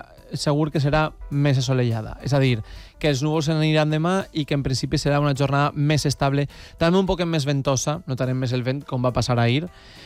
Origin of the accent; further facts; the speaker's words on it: Valencian Community, Spain; Jo ja saps que som d'interior i jo sempre tiré pa casa.